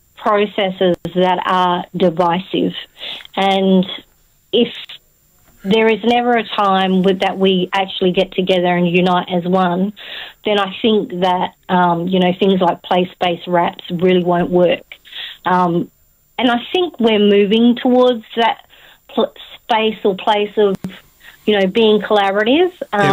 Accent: Western Australia, Australia; So I'm from … so we classify ourselves as Mirninga. So we have Minang, which is technically what it is.

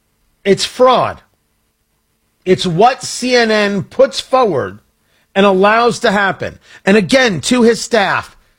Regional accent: United States

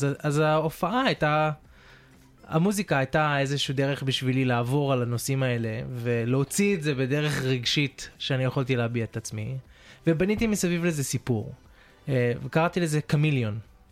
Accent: Australia; also born or lived in California; ההורים שלי מהארץ, אני נולדתי בקליפורניה, ואני כאילו, אני חייתי פה כל החיים שלי, אז אני מדבר שפה אחרת, ויש לי קשר לתרבות אחרת, אבל אני לא מהמקום הזה

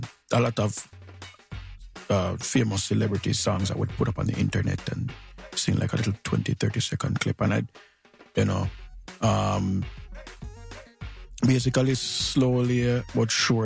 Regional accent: Montego Bay, Saint James, Jamaica; also born or lived in Kingston; So even though I'm from Montego Bay, you know, I had to basically move across to the other side of the island now

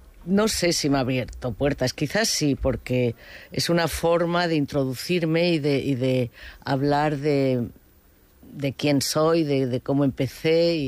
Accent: San Sebastián, Basque Country, Spain; aquí, en mi pueblo. Me han tratado siempre bien aquí en San Sebastián.

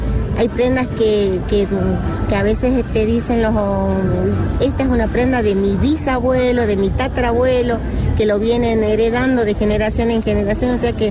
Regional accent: Argentina; yo como argentina, ya somos campeones

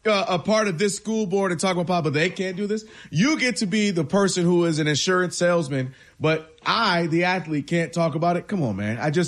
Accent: United States; I'm American. … American.

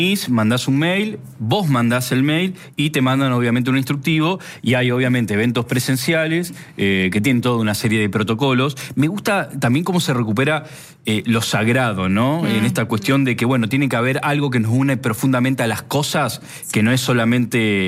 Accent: Argentine interior, Argentina; now in Buenos Aires, Argentina; un pibe del interior no estaba advertido de estas cosas que pasan en Capital

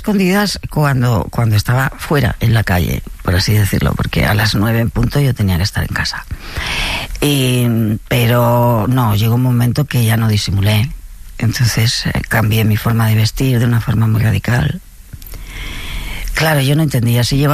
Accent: Barcelona, Catalonia, Spain; Imagínate que yo soy de Barcelona y el primer acuario de España lo fundó mi abuelo.

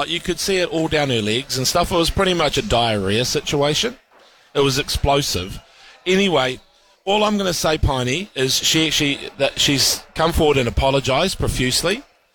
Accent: Waikato, New Zealand; the south side of Kawhia Harbour, which is where my marae is. So I'm from Raku Nui

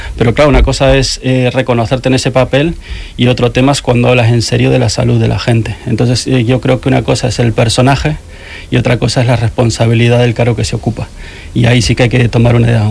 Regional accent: Argentina; now in Cantabria, Spain; Además soy argentino

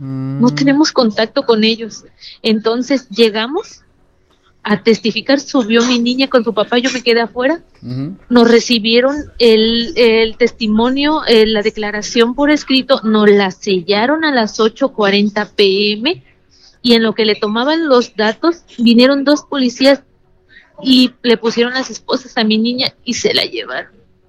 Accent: Poza Rica, Veracruz, Mexico

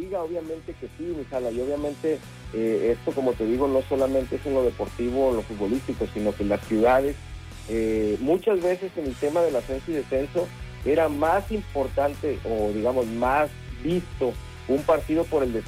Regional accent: Culiacán, Sinaloa, Mexico; moved away; also born or lived in Tijuana; La primera en mi ciudad natal, Culiacán

